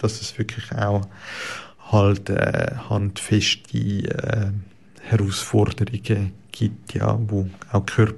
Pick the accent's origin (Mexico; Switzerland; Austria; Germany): Switzerland; egal jetzt bei uns in der Schweiz oder eben in Paraguay im Chaco.